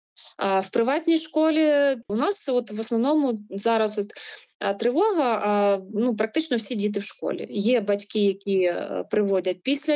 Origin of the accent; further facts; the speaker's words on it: Kyiv, Ukraine; Це моє рідне місто, це місце, де я народилася, це місце, де пройшло моє дитинство, де я працюю. Тут все рідне.